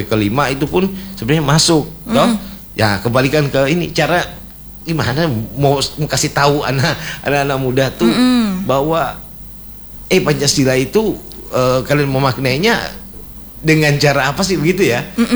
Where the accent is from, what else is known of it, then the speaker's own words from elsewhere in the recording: Sangihe, North Sulawesi, Indonesia; Orang Sangir.